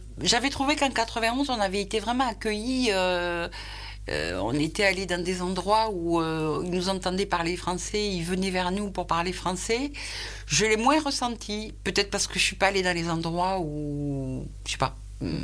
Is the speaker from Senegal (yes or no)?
no; France; Enfin, quand on va dans d'autres États des États-Unis, on n'a pas la sensation d'être reconnu en tant que Français.